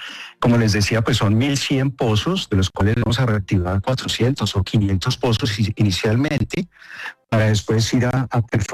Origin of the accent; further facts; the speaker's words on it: Colombia; Y yo sí creo, como colombiano, que hay una oportunidad muy buena